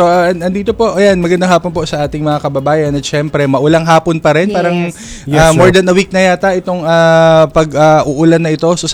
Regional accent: San Jose City, Central Luzon, Philippines; San Jose City Day sa amin sa San Jose City, Nueva Ecija.

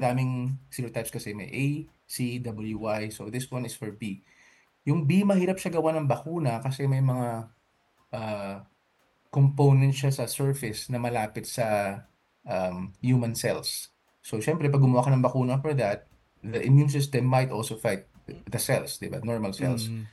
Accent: Bacolod, Western Visayas, Philippines; So, sa Bacolod po ako lumaki.

